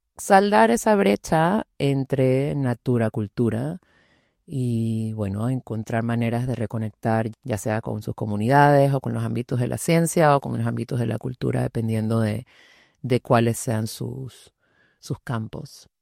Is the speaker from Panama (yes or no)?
yes; Panama; now in Mallorca, Spain; Yo nací y crecí en Panamá, tengo raíces caribeñas y británicas, y actualmente vivo en Mallorca con mi compañero de vida y mis dos hijos.